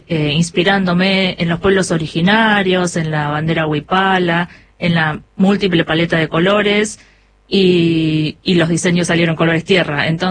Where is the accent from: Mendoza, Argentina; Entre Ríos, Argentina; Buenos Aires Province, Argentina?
Buenos Aires Province, Argentina; Avellaneda; born or raised there